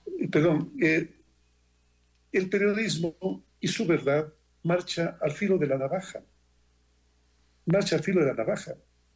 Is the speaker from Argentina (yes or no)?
no; Ecuador; yo me quedo a vivir en mi país.